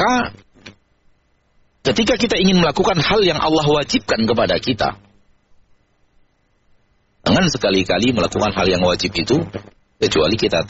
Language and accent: Indonesian; Padang, West Sumatra, Indonesia; bahasa kami orang Padang, orang Sumatera.